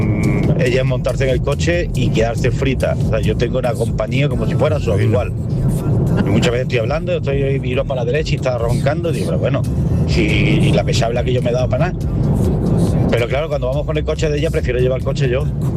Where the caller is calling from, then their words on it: Málaga, Andalusia, Spain; desde Málaga.